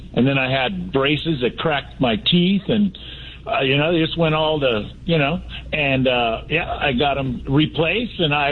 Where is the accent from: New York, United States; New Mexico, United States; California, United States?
California, United States; Los Angeles; born there; now in Eureka, Montana, United States; I was born in Daniel Fremont Hospital in Los Angeles.